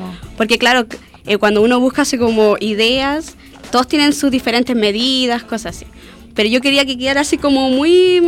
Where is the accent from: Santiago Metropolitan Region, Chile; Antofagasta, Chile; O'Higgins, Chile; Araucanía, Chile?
O'Higgins, Chile; San Vicente; somos de acá de San Vicente.